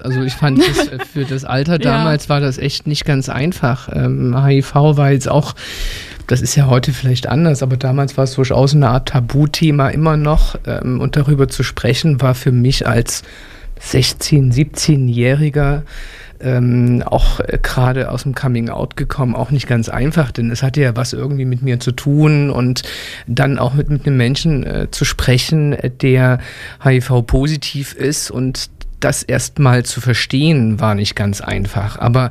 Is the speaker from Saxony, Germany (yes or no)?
yes; Leipzig, Saxony, Germany; ich komme aus Leipzig, bin immer hier geblieben